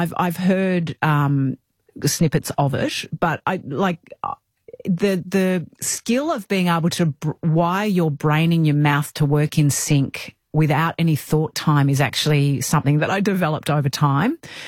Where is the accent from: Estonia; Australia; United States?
Australia; Melbourne, Victoria; I was from Melbourne